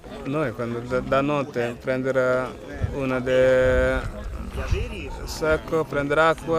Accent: Libya; Italian is a second language; Allora io vengo da Libia. In Libia io ho fatto militare.

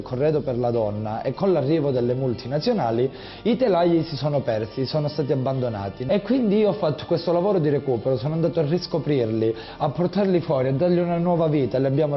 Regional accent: Girifalco, Calabria, Italy; i Girifalco sono San Rocco e la Madonna del Rosario, che è la nostra compatrona. In contrapposizione sull'altro troviamo il profano. In Calabria crediamo molto al malocchio

